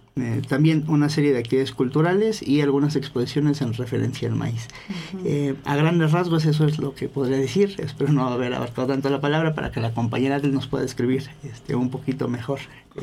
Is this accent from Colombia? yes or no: no; Mexico